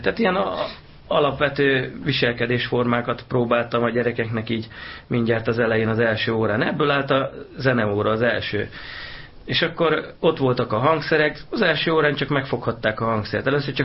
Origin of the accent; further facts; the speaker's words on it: Hungary; mink cigányok, jó magyarok vagyunk.